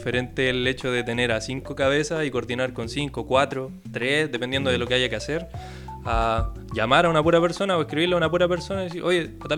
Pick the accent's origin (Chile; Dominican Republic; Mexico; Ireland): Chile; Rancagua, O'Higgins; born there; now in San Bernardo, Chile; De San Bernardo. Pasa que yo no vivía aquí antes. Yo no nací acá, de hecho. ¿Cachai? Yo nací en Rancagua. Llevo acá como 3, 4 años, una cosa así.